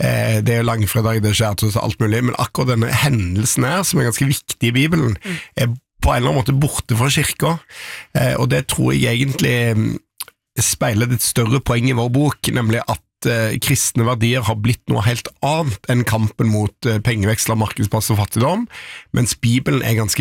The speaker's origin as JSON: {"language": "Norwegian", "town": "Stavanger", "region": "Rogaland", "country": "Norway", "said": "Jeg kom jo inn på Stortinget som en småbarnsfar, som en stavangermann, som en islending, som alle mulige ting."}